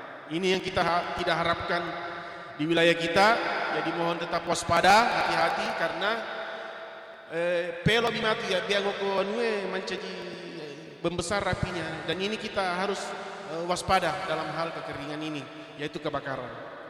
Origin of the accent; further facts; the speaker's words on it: Pinrang, South Sulawesi, Indonesia; tinggal di Kabupaten Pinrang. Asli saya itu Pak orang Landrisang atau Jampoy